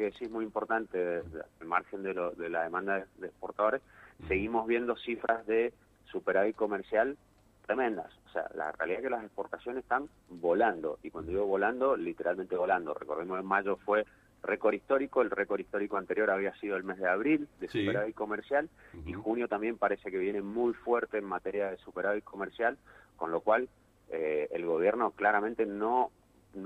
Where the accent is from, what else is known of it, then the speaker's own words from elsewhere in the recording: Argentina; que eso es lo que también tenemos que entender como argentinos.